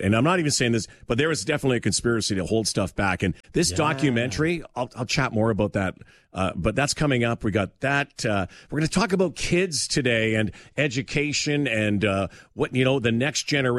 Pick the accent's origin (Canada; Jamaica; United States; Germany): Canada; I'm Canadian, and especially Canadian now.